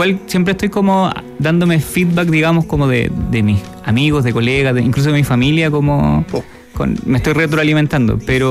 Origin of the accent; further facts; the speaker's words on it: Rancagua, O'Higgins, Chile; also born or lived in Valparaíso; yo soy de Rancagua, me muevo mucho. Por ejemplo, yo estuve algunos años en sello Mezcalina, que es un sello de Valpo, porque también estudié allá en Valpo. Entonces, igual me muevo entre muchas ciudades también.